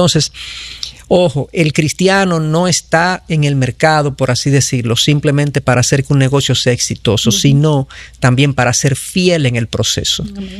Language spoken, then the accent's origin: Spanish; Dominican Republic; soy dominicano, la mayoría de la gente que nos escucha sabe que somos dominicanos, y hablo de mi propia cultura.